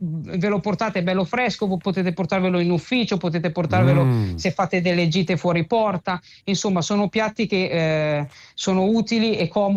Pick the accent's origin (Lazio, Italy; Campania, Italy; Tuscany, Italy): Tuscany, Italy; io Toscana, amo la tradizione